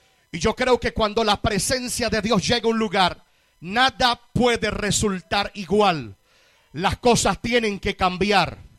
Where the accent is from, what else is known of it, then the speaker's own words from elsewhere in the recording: Puerto Rico; Soy originario de una pequeña isla llamada Puerto Rico.